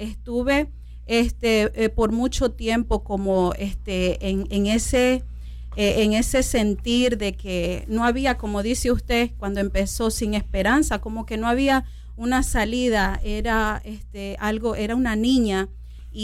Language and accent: Spanish; Zulia, Venezuela; Soy venezolana, vengo de Venezuela, de una familia pobre. En el estado del Zulia, en Venezuela. Y nosotros nacimos en una familia bastante pobre, pero muy disfuncional.